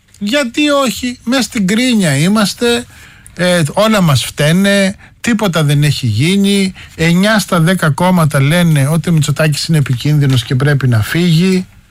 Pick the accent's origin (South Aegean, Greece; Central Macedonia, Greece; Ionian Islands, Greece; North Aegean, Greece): North Aegean, Greece; Skala Sykamineas; στη σκάλα Σικαμινέα στην πατρίδα μου